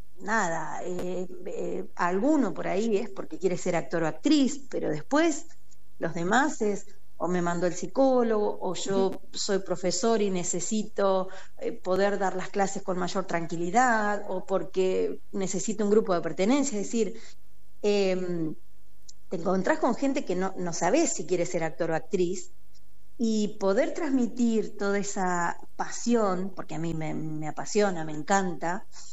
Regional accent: Gonzales Chaves, Buenos Aires, Argentina; moved away as an adult; now in La Plata, Argentina; yo no soy de acá de La Plata, yo soy de González Chávez, así que llegué en mi momento para estudiar fonoaudiología.

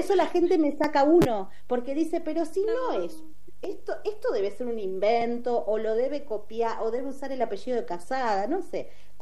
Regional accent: Argentina; also born or lived in Uruguay; argentina, habito argentina desde que nací prácticamente, pero nací en otro territorio, así que tengo las dos ciudadanías.

